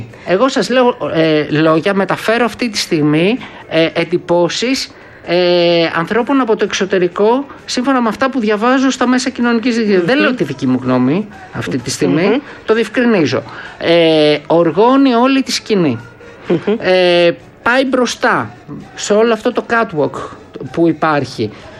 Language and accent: Greek; Thessaloniki, Central Macedonia, Greece; Η πόλη μου είναι άλλο που δεν θα ήθελα κιόλας. Η Θεσσαλονίκη είναι ιδανική για Eurovision, έτσι, και έχει αυτό το μέγεθος.